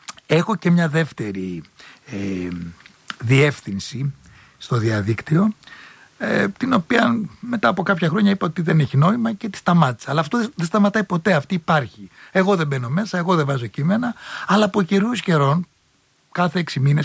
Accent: Piraeus, Attica, Greece; Είμαι Πειραιώτης ταμπουριώτης

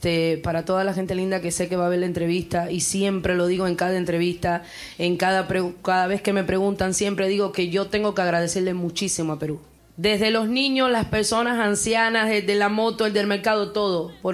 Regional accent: Cuba; La primera vez que salí de Cuba tenía 16 años.

